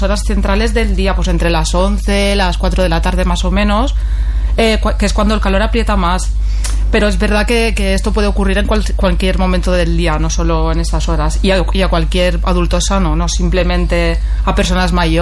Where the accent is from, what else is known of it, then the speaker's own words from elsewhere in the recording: Vilabella, Catalonia, Spain; Soy de aquí, de Vilabella, de cerquita al ladito